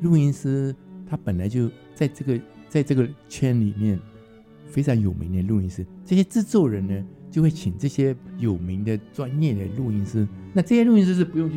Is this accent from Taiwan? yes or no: yes; Taiwan; 我们台湾这边